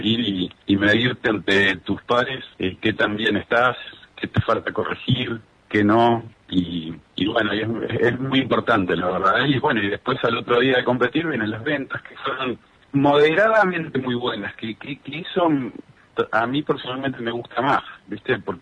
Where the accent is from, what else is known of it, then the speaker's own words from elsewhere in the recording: Chubut, Argentina; Si bien somos patagónicos, honestamente Río Negro y Chubut no tenía mucha relación.